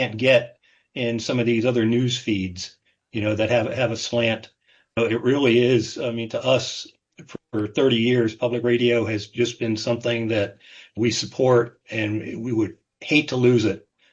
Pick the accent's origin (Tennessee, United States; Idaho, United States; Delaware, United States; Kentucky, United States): Delaware, United States; Georgetown; from Georgetown. Public media in general, and Delaware public media, of course, since we live in Delaware